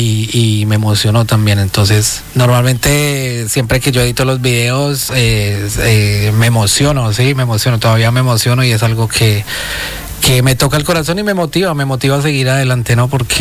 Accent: Colombia; Yo siendo colombiano

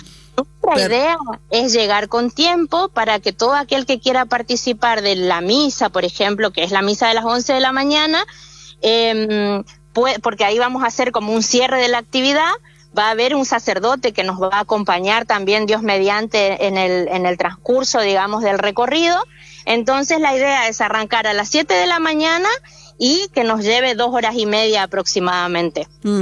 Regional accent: Buenos Aires, Argentina; also born or lived in Formosa; now in Itatí, Argentina; Yo soy porteña, pero la vida llevó a mi familia a Formosa. Entonces, en Formosa hay parte de mi familia, mi consultorio, y mi mamá está viviendo ahora en Itatí hace 4 años aproximadamente.

